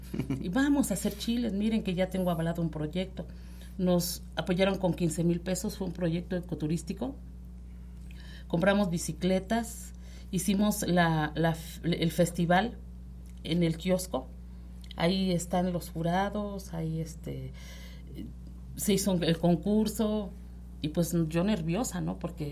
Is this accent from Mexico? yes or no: yes; Mexico; born there; hacer algo por mi comunidad, para aprovechar todo lo que Ixtapopo nos da, todo lo que nos da Sierra Nevada